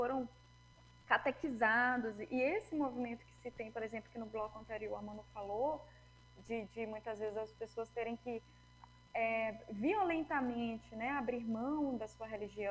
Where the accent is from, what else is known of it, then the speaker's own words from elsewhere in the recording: Maranhão, Brazil; now in Recife, Brazil; Eu sou maranhense, esqueci de nomear isso no começo, mas o meu território é o Maranhão.